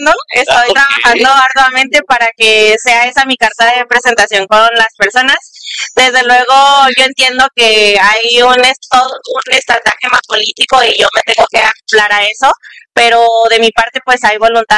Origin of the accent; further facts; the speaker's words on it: Mexico; como mexicanos y mexicanas